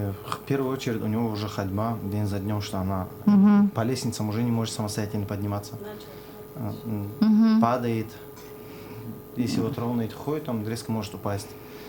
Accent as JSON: {"language": "Russian", "town": "Nizhny Dzhalgan", "region": "Dagestan", "country": "Russia", "said": "Мы сами из Дербента. Дербентского района, село Нижний Джалган."}